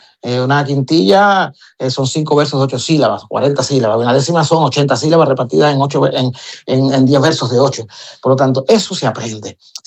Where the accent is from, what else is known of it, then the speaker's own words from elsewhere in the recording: Cuba; now in Murcia, Spain; Gracias por esta entrevista que me entra siendo cubano en territorio murciano, donde vuelvo a ser artista.